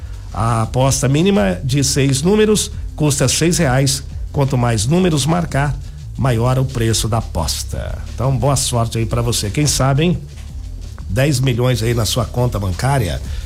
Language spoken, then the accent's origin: Portuguese; Cianorte, Paraná, Brazil; born there; moved away; Cianorte foi a cidade que eu nasci, viu, gente? Eu nasci em Cianorte, meus documentos são todos de Cianorte.